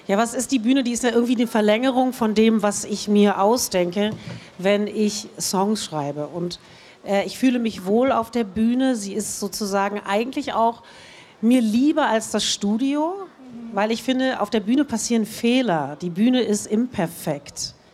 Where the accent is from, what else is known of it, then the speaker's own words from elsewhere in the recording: Berlin, Germany; es war toll, in Berlin aufzuwachsen. Ich liebe Berlin. Es ist meine Stadt einfach.